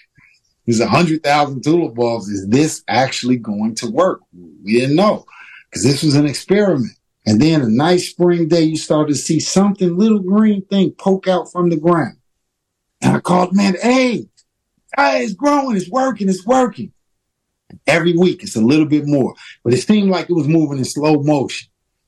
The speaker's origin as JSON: {"language": "English", "town": "Chicago", "region": "Illinois", "country": "United States", "tie": "born or raised there", "said": "we grew up in Chicago, you know, from slavery."}